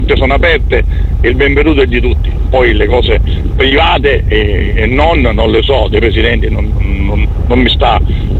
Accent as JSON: {"language": "Italian", "town": "Catania", "region": "Sicily", "country": "Italy", "said": "detto da catanese, detto da siciliano"}